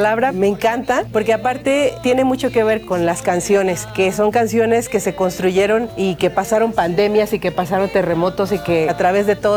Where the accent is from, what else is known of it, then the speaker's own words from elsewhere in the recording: Chiapas, Mexico; somos de Chiapas los dos, somos chiapanecos, traemos como que el color, la cultura y la música de Chiapas a nuestros proyectos.